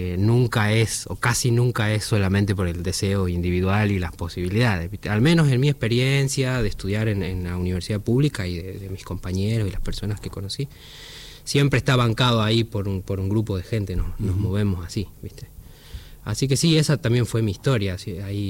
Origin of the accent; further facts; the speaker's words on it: San Salvador de Jujuy, Jujuy, Argentina; also born or lived in Córdoba / Buenos Aires; Así es, San Salvador, Jujuy.